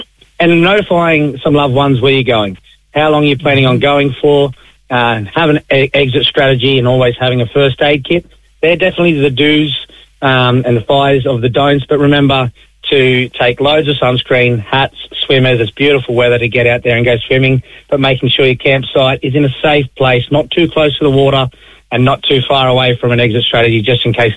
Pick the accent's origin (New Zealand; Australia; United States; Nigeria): Australia; born or raised there